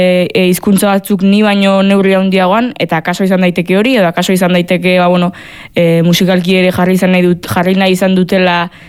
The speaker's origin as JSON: {"language": "Basque", "region": "Basque Country", "country": "Spain", "tie": "born or raised there", "said": "nire jaioterriak aso oso txiki bat alako ere Gipuzkoa barnealdean, betinik egunerokoan euskera egin ezen detelako nire familiarekin momentu guztietan, nire ingurua beti oso euskalduna izan dalako"}